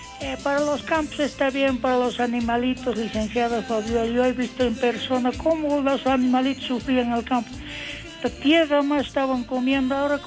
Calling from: Bolivia; somos pues bolivianos

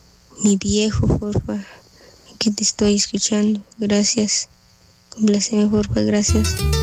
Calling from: Tactic, Alta Verapaz, Guatemala; de Tactic.

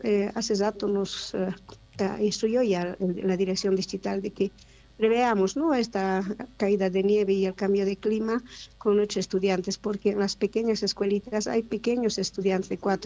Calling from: Llallagua, Potosí, Bolivia; como somos de Llayaguas, a veces vemos este cambio de clima y por estas alturas creo que es seguido

